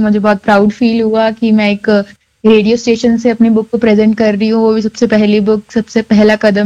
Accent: Narwana, Haryana, India; Class 10th APSC ओल्गेंड में पढ़ रही हूँ। मैं लोकल यहाँ नरवाना से हूँ।

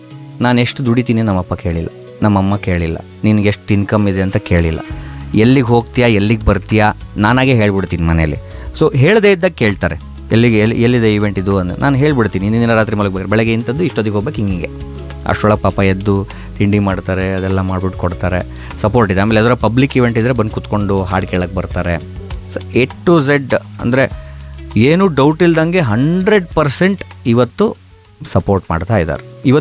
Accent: Shivamogga, Karnataka, India; Shivamogga ನನ್ನೂರು, coffee ನಾಡಿಂದ ಮಲೆನಾಡಿಗೆ ಬಂದು ಆಮೇಲೆ ಇವತ್ತು ನಾನು ಏನಾಗಿದ್ದೀನೋ, ಏನು ಸ್ವಲ್ಪ ಮಟ್ಟಿಗೆ ಆಗಿದ್ದೀನೋ, ಅದಕ್ಕೆ ಕಂಪ್ಲೀಟ್ ಕ್ರೆಡಿಟ್ ಶಿವಮೊಗ್ಗ

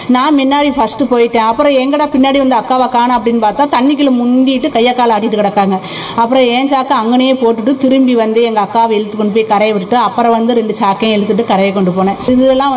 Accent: Tamil Nadu, India; born there; moved away as an adult; now in Pamban Therkuvadi, India; நான் பாமன் தெற்குவாடி கிராமம். நான் பிறந்த ஊர் வந்து நரிக்குழி அப்படின்னு ஒரு கிராமத்தில் நான் பிறந்தேன். எனக்கு கல்யாணம் பண்ணி கொடுத்தது தான் பாமன் தெற்குவாடி கிராமம். இப்போ அங்கே தான் இருக்கேன்.

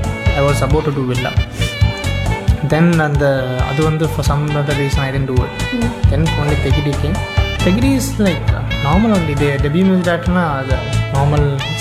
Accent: Tirunelveli, Tamil Nadu, India; born there; moved away as an adult; now in Chennai, India; Schooling, when I just did it in Tirunelveli.

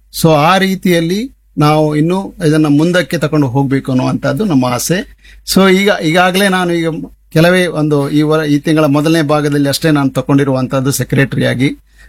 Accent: Idagunji, Karnataka, India; ನಮ್ದು ಊರು ಇಡಗುಂಜಿ. ವಿದ್ಯಾಭ್ಯಾಸ ಎಲ್ಲ ಕನ್ನಡ ಮೀಡಿಯಂ ಅಲ್ಲೇ ಮಾಡಿರೋದು, 10ನೇ ತರಗತಿಯವರೆಗೆ ಅಲ್ಲೇ ಮಾಡಿರೋದು.

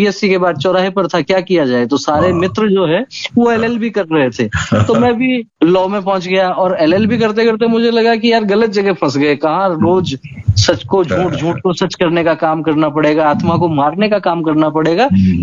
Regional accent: Ajitgarh, Rajasthan, India; born or raised there; now in Jaipur, India

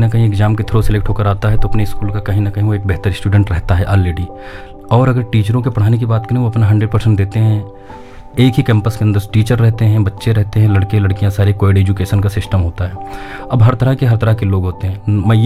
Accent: Uttar Pradesh, India; moved away; also born or lived in Tripura; मुझे पता था मैं गाँव से बिलोंग करता हूँ, अगर मैं पढ़ाई की तरफ नहीं गया तो मेरे पास और कोई दूसरा मौका नहीं है कि गाँव से निकल कर मैं गोंडा भी पहुँच पाऊँ।

